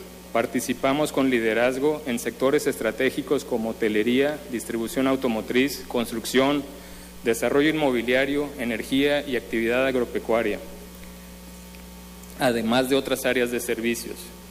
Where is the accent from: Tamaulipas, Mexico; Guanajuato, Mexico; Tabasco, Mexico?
Tabasco, Mexico; somos empresarios tabasqueños que creemos en Tabasco